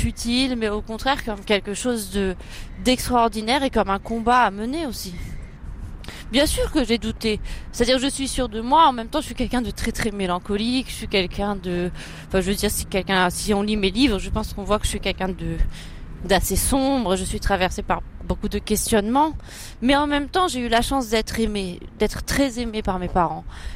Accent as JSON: {"language": "French", "town": "Rabat", "region": "Rabat-Salé-Kénitra", "country": "Morocco", "tie": "born or raised there", "said": "J'ai été élevée à Rabat, au Maroc, dans les années 80 et 90. Donc, bon, c'est la capitale du Maroc"}